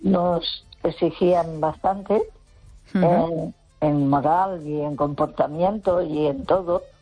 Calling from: Lugo, Galicia, Spain

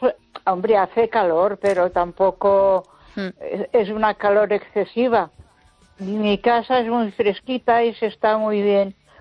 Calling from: Ponferrada, Castile and León, Spain; de Ponferrada.

